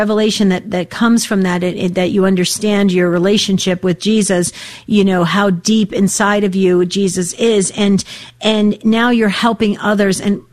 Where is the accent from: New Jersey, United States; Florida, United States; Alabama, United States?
New Jersey, United States; accent: Jersey; Bob, I'm from Jersey originally. So if I get rolling and I talk too quickly, you'll pick up my Jersey accent too.